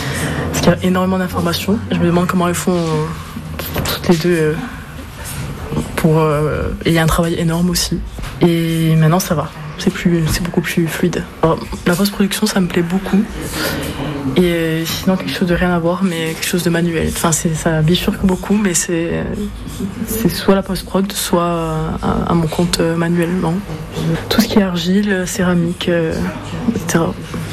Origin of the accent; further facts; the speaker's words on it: Corsica, France; J'étais partie de Corse pour faire mes études, du coup. Ça fait pas longtemps que je suis rentrée.